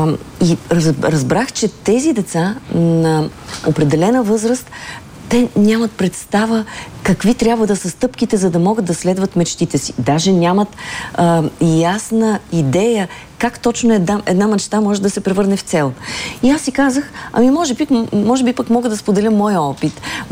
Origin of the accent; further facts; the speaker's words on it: Burgas, Burgas Province, Bulgaria; moved away as an adult; Поканиха ме на среща с учениците в моето Долно Езерово, родното ми място, в родното училище.